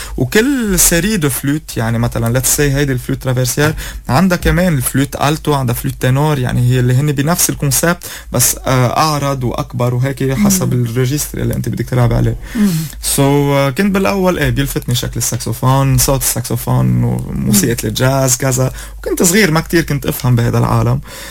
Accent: Lebanon

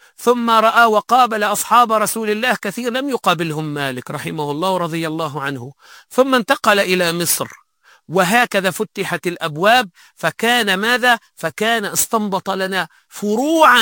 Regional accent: Tunisia; حتى بعض المفتين عندنا في تونس

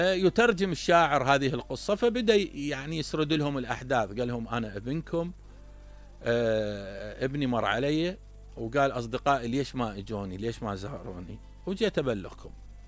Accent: Iraq

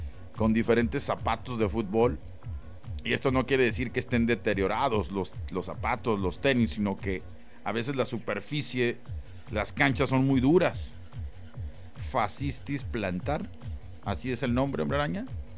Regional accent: Jalisco, Mexico; Sí, yo no puedo negar mi cruz de mi parroquia. Yo soy de Jalisco, sí señor. Y cada vez que voy con mis tíos recordamos bellos episodios, ¿verdad? Del pasado, obviamente, de nuestra vida y de nuestra tierra.

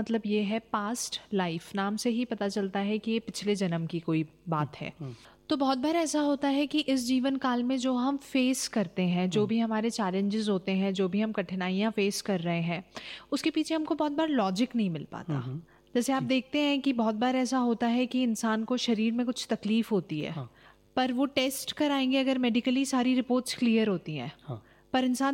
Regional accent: Bhopal, Madhya Pradesh, India; born or raised there

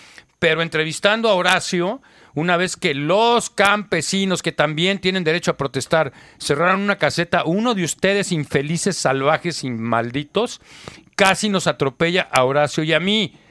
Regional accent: Mexico City, Mexico; yo también soy chilango, yo soy chilaca, no, pero chilacayota.

